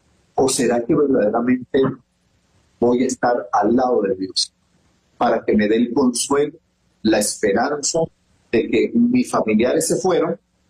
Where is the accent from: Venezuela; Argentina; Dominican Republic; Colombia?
Venezuela; Caracas, Capital District; now in Táchira, Venezuela; Sí, yo soy caraqueño. Sí, soy caraqueño, tengo toda mi familia en La Vega, en Caracas. Tengo en el Táchira, ya casi voy a cumplir dentro de un año y tanto, voy a cumplir 25 años aquí en el Táchira.